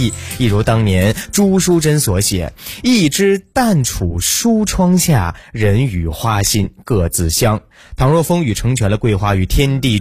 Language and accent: Chinese; northern China, China; moved away as an adult; now in Hangzhou, China; 最开始我作为一个北方人